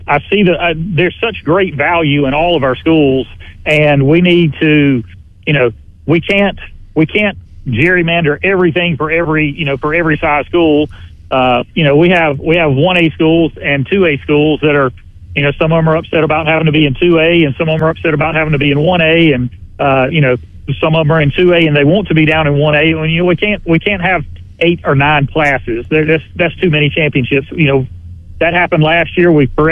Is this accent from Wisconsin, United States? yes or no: no; Canton, Mississippi, United States; I grew up in Canton, and we were a AA school.